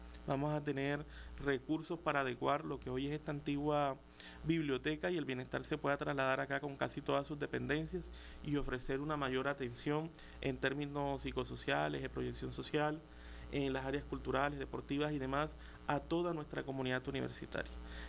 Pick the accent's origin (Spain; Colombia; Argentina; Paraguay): Colombia; San Pelayo, Córdoba; also born or lived in Montería; Yo soy del corregimiento de Bongamella, a unos 40 minutos del casco urbano de Pelayo en estos momentos que pavimentaron la vía.